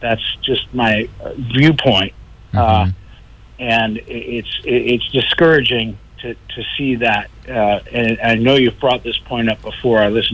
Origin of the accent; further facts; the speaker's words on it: California, United States; now in Kauai, United States; I grew up in Northern California